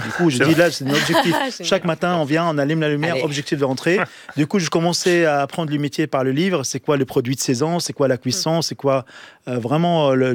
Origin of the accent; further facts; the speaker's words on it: Tripoli, North Governorate, Lebanon; also born or lived in Liberia; En plus, je suis né en Libéria. Il y a eu un coup d'État, du coup, j'ai quitté entre jour et lendemain Libéria pour aller au Liban, à Tripoli. J'ai vécu toute la guerre libanaise.